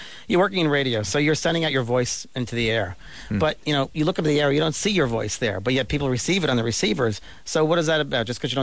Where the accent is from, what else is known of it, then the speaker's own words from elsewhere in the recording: New York, United States; And I thought, I'm from New York, and I was thinking, what is going on here?